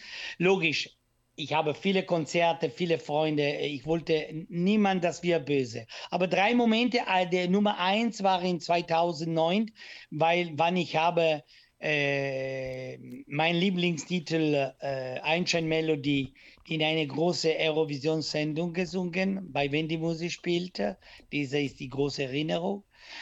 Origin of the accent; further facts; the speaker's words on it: Italy; German is a second language; moved away as an adult; als Italiener mit weniger Deutsch